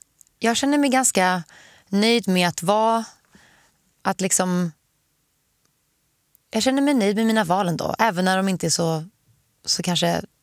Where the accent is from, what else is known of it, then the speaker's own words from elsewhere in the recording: Sweden; now in Los Angeles, United States; Alltså, när jag är i Sverige tycker jag att det är så himla skönt att kunna bara promenera överallt, kollektivtrafik, gott svart kaffe, saltlakris, träffa mina vänner och familj lite mer spontant.